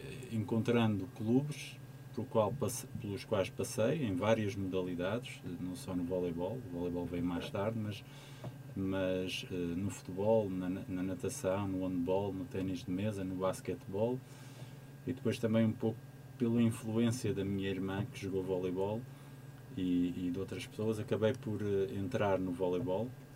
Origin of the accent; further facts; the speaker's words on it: Funchal, Madeira, Portugal; eu tive uma infância, sou natural da Madeira, nasci lá há 41 anos. Os meus pais moravam numa zona perto do Funchal